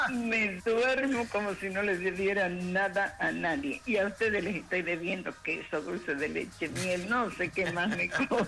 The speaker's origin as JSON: {"language": "Spanish", "country": "Argentina", "said": "No, somos argentinos"}